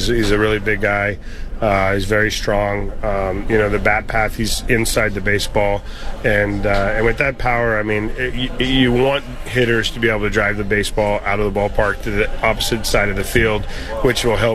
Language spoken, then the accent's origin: English; California, United States; moved away; I lived 15 minutes. I grew up in Angel Stadium